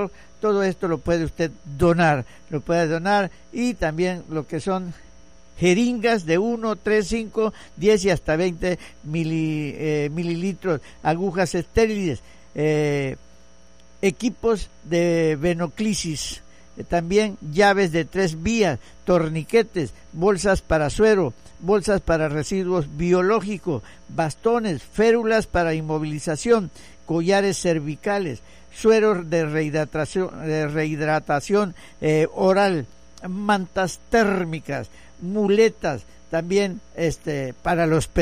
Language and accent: Spanish; Ciudad del Carmen, Campeche, Mexico; Somos los mexicanos, somos los carmelitas